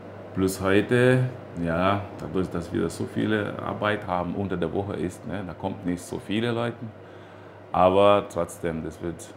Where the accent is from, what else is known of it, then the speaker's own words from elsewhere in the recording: Minas Gerais, Brazil; bin aus Bundesland Minas Gerais. Ne, da sind wir dann mal bekannt als Käsefresser.